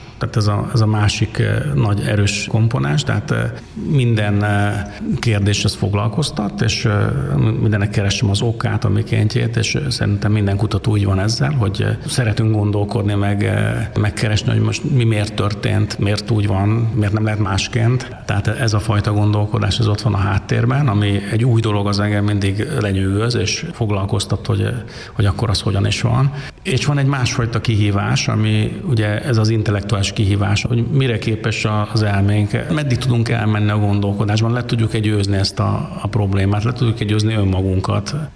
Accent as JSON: {"language": "Hungarian", "country": "Hungary", "said": "lehetünk büszkék arra, hogy mi magyarok vagyunk"}